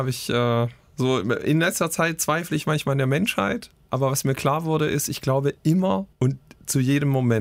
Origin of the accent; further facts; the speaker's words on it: Swabia, Germany; born there; Ich bin Schwabe.